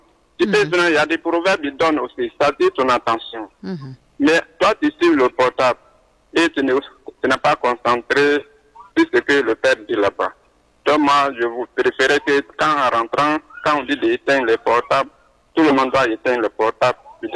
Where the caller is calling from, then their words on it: Bondoukou, Zanzan, Côte d’Ivoire; Je vous appelle Bandoukou